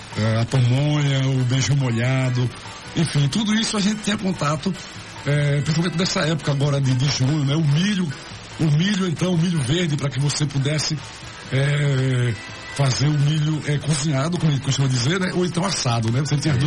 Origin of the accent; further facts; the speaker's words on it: Nossa Senhora da Glória, Sergipe, Brazil; eu nasci aqui em Sergipe, num município chamado Nossa Senhora da Glória, que tem o título de Capital do Sertão, não é?